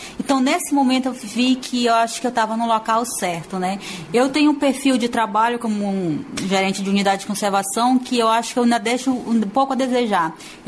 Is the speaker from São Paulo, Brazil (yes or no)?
no; Amazonas, Brazil; eu sou amazonense, adoro minha origem, sou descendente indígena.